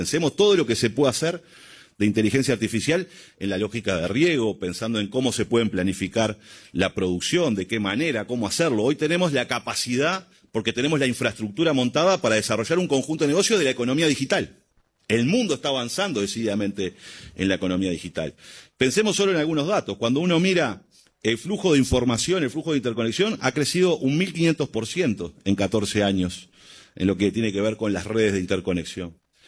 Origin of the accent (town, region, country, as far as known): Uruguay